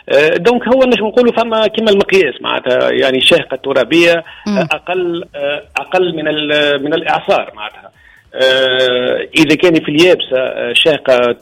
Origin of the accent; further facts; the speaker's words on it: Menzel Fersi, Monastir Governorate, Tunisia; منزل فارسي، مش بعيد برشا اللي هي معناتها مدينتي